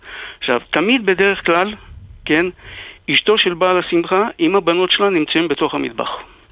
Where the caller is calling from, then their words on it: Jerusalem, Jerusalem District, Israel; אני מירושלים.